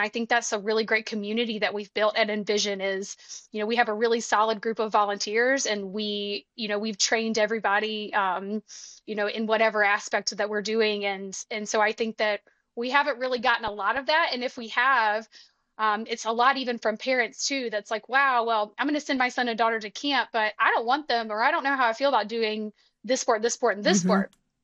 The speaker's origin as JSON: {"language": "English", "region": "Alabama", "country": "United States"}